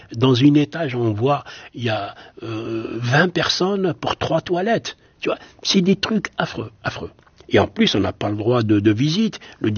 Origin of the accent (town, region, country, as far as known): Algeria; now in France